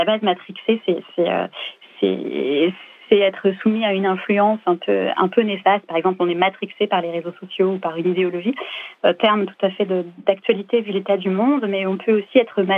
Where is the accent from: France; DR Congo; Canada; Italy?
France; Donc moi, en tant que Française, en tout cas, j'ai besoin de comprendre ce que signifie fac.